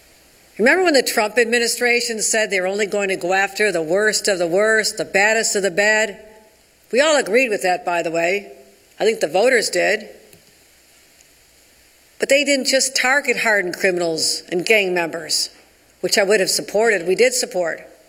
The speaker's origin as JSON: {"language": "English", "region": "New York", "country": "United States", "said": "Not as New Yorkers, not as Americans."}